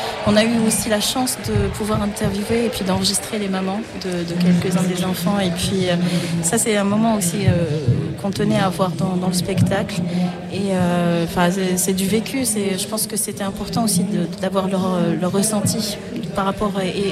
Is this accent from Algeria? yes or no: yes; Algeria; first language Arabic; French is a second language; moved away as an adult; now in France; Ensuite, ça a été l'arabe, parce que c'est ma langue maternelle. Je suis algérienne, donc je suis venue en France en 2021 pour mes 3 années à la MAI.